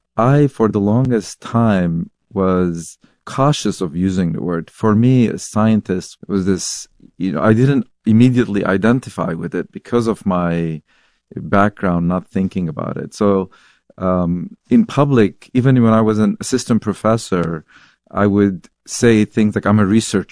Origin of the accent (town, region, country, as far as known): Lebanon; English is a second language